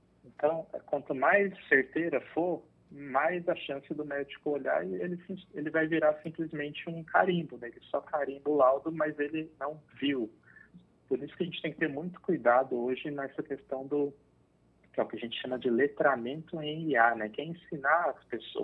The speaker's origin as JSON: {"language": "Portuguese", "town": "Ribeirão Preto", "region": "São Paulo", "country": "Brazil", "said": "eu sou de Ribeirão Preto, São Paulo"}